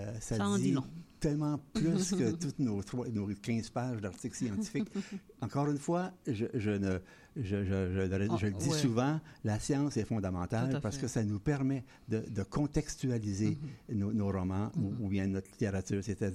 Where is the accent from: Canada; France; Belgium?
Canada; Quebec; dites-leur que je suis québécoise.